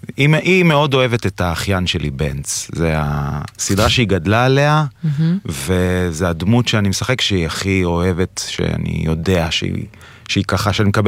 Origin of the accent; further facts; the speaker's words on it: Beit Shemesh, Jerusalem District, Israel; המשפחה די משוכנזת, אבל גדלתי בבית שמש, זאת עיר מאוד מרוקאית, ומאוד ספחתי לתוכי את התרבות המרוקאית.